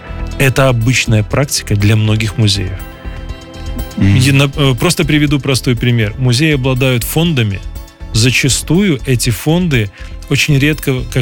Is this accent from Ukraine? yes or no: no; Belarus; Мы, белорусы, любим свою культуру